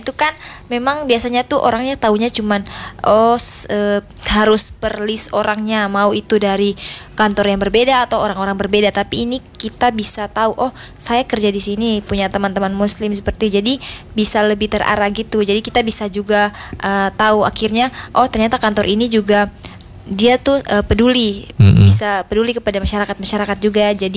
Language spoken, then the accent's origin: Indonesian; Kupang, East Nusa Tenggara, Indonesia; Tidak, saya orang Kupang sini.